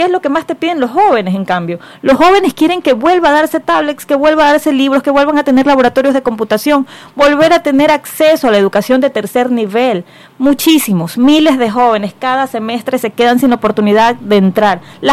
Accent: Guayaquil, Guayas, Ecuador; tenemos que cuidar lo que nos identifica también como guayaquileños.

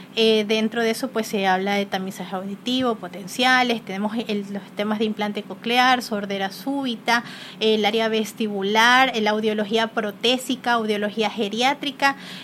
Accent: Ecuador

